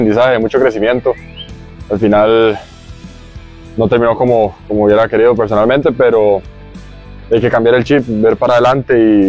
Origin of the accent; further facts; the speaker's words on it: Costa Rica; yo soy canadiense por el lado de mi madre, pero he vivido toda mi vida en Costa Rica